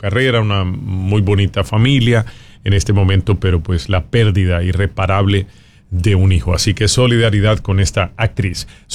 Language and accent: Spanish; Colombia; es un día feriado en mi país